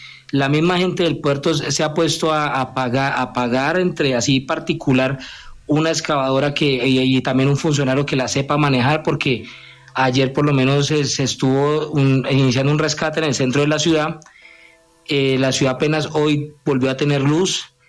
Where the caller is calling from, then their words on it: Buenaventura, Valle del Cauca, Colombia; Yo soy de Buenaventura.